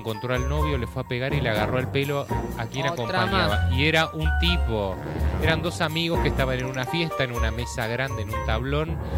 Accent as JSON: {"language": "Spanish", "country": "Argentina", "said": "somos Argentina, porque acordate que somos tercer mundo."}